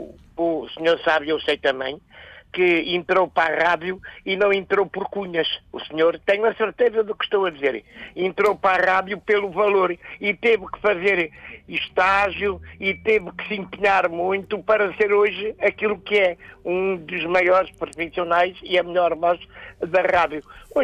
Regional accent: Angola; now in Portugal; quando eu vim de Angola, havia todos os anos, como ainda há agora, o Festival da Canção

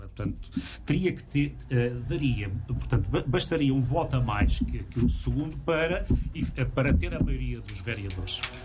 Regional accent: Aveiro, Centro, Portugal; também sou de Aveiro e ando por Aveiro, portanto, não ando tanto a pé como o Luís Souto, como moro na periferia

